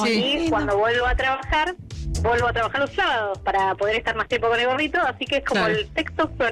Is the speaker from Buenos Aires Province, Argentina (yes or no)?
yes; Tandil, Buenos Aires Province, Argentina; now in Buenos Aires, Argentina; Yo soy en realidad oriunda de Tandil, pero bueno, ya que vivo acá en Buenos Aires